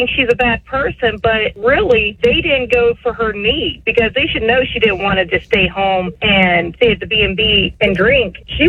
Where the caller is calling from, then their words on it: Enid, Oklahoma, United States; I'm from Enid